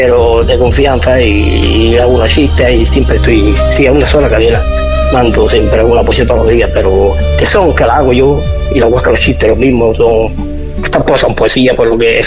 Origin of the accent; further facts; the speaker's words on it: Huércal de Almería, Andalusia, Spain; de Huerca de Almería.